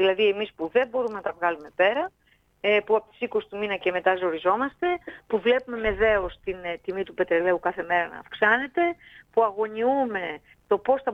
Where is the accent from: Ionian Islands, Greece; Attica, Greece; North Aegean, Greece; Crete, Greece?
North Aegean, Greece; Vathy; εγώ είμαι από το Βαθύ.